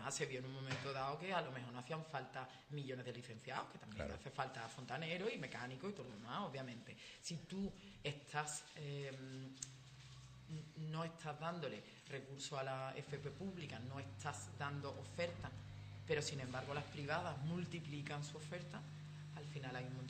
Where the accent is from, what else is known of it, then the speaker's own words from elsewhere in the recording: Andalusia, Spain; yo vengo del campo de Gibraltar